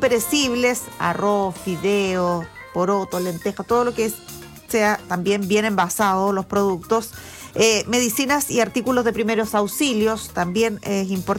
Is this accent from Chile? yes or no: yes; Chile; Nosotros como chilenos sabemos lo que es un sismo de estas magnitudes